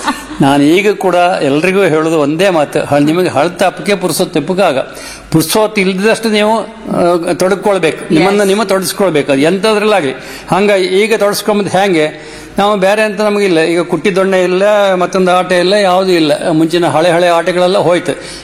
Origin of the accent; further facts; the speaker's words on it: Kundapura, Karnataka, India; accent: Kundapura Kannada; ನಮ್ಮ ಮನೆಯಲ್ಲಿ ನಾವೆಲ್ಲ ಕುಂದಾಪುರ ಕನ್ನಡಿಗೆ ಬಯಸ್ಕೊಂಬುದು, ಮನೆಯೊಳಗೆ ಕುಂದಾಪುರ ಕನ್ನಡಿಗೆ ಹಾಸ್ಯ ಮಾಡೋದು, ಆ ನಮ್ಮನೆ ಬೆಳೆದವ್ರು ನಾವು.